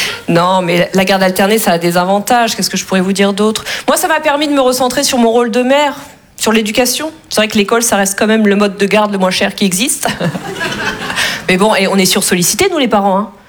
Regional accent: Russia; Je lui ai dit, bon, non, moi, je suis russe, ça ne me dérange pas.

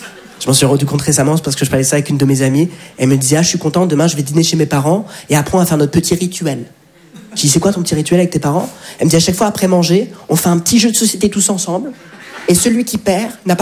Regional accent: France; Je dis, mais papa, mais on est de France.

